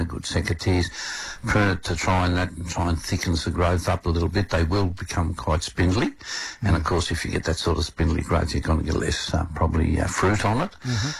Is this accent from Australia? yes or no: yes; Orange, New South Wales, Australia; You know, I'm from Orange, mate. You know, we're tough.